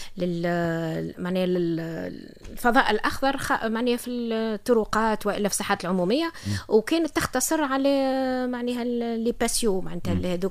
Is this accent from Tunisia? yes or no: yes; Tunisia